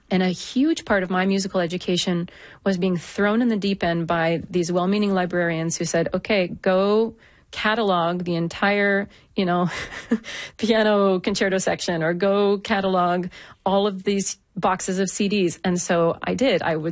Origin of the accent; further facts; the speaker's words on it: New Brunswick, Canada; And I grew up in New Brunswick on the ocean, and it's still very much part of who I am and the kind of landscape that speaks to me.